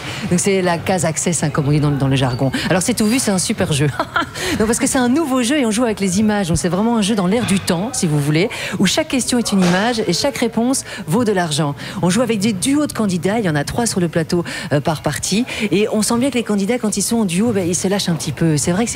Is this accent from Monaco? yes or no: no; Brussels, Belgium; Moi je suis bruxelloise en fait d'origine et au départ, et j'ai découvert le Hainaut, la Wallonie.